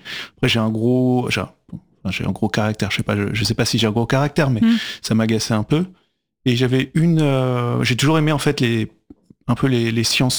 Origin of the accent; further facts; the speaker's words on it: Paris, Île-de-France, France; Ouais, c'était à Paris. Alors moi, je suis parisien. Hein, je suis parisien. C'était plutôt voilà, dans les beaux quartiers.